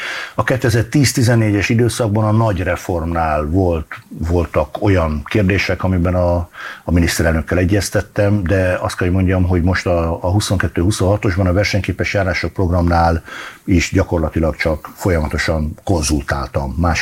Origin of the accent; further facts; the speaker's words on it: Veszprém, Veszprém County, Hungary; szülővárosom révén a Pannon Egyetem vagyona gyarapodott.